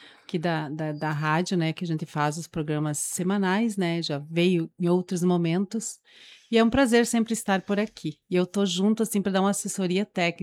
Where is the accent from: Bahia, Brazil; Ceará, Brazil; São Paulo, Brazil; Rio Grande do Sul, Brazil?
Rio Grande do Sul, Brazil; Juricaba; now in Santa Bárbara do Sul, Brazil; também sou juricabense, né? Natural de Juricaba, né? Trabalhei em Criciúmal e de lá a gente veio a Santa Bárbara do Sul. E o tempo vai passando, né? Já fazem oito anos que a gente está aqui